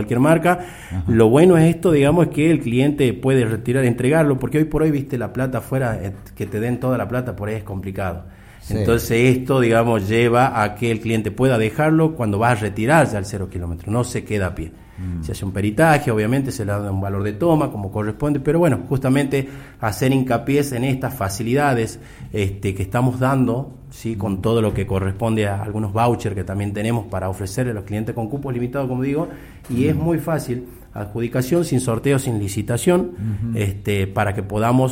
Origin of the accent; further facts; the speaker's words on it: Las Lajitas, Salta, Argentina; moved away as an adult; now in Salta, Argentina; Nací y criado en Las Lajitas.